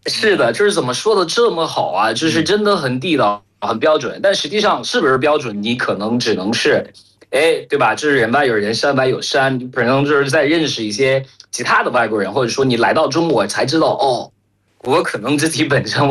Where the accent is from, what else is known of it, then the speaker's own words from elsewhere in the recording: Cameroon; Chinese is a second language; moved away as an adult; now in China; 首先我是在喀麦隆开始学的中文